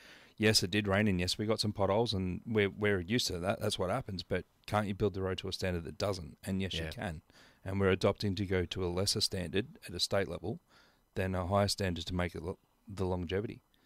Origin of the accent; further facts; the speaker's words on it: Warragul, Victoria, Australia; I grew up in Warrigal